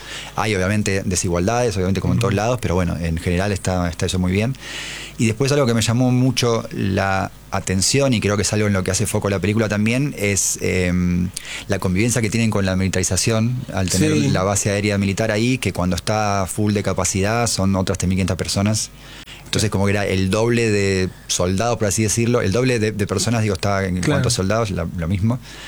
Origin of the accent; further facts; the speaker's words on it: Argentina; lo único que nos une así como argentinos